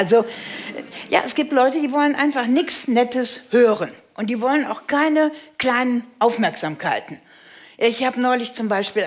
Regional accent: Rhineland, Germany; Ja, ich bin aus dem Rheinland.

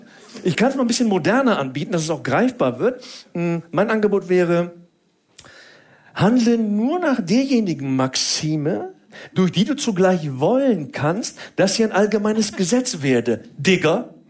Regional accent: Cologne, North Rhine-Westphalia, Germany; ich bin gebürtig aus Köln.

